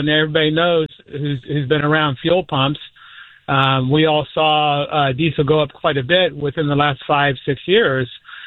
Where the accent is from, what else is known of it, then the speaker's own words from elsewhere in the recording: Sacramento, California, United States; now in Duluth, United States; I grew up in Sacramento